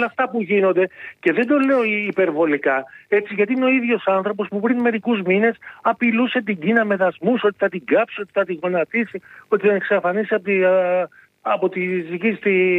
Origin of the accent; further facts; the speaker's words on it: Greece; Εμείς είμαστε Έλληνες